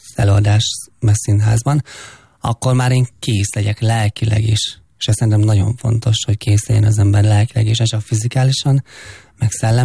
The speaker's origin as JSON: {"language": "Hungarian", "town": "Fót", "region": "Pest", "country": "Hungary", "tie": "born or raised there", "said": "hogy én egy fotón nőttem fel a gyermekvárosban"}